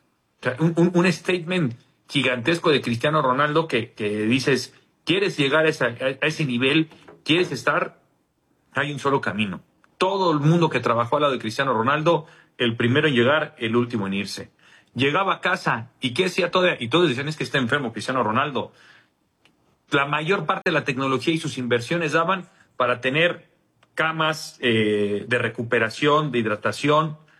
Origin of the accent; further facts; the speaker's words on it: Mexico; O sea, nosotros mismos como mexicanos, que sale de la cultura que debemos de cambiar